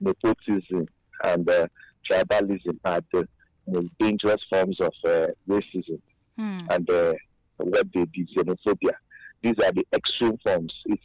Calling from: Nigeria; I'm calling from GRA.

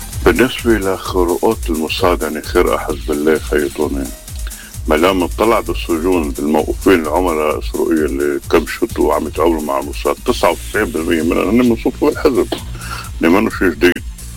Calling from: Lebanon; وأنا كوني لبناني وكوني عندي عائلة وعندي أطفال

